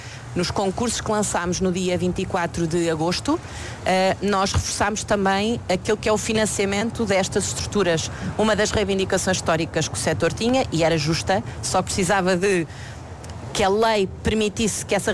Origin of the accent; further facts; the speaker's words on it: Marinha Grande, Centro, Portugal; na minha terra, na Marinha Grande